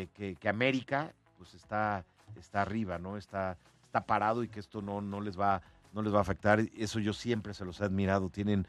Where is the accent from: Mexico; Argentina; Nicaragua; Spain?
Mexico; Papá, yo soy mexicano. No, pues es que amo mi patria